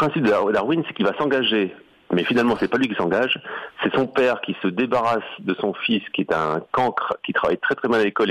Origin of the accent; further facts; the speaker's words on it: Hauts-de-France, France; Moi, je suis de la Somme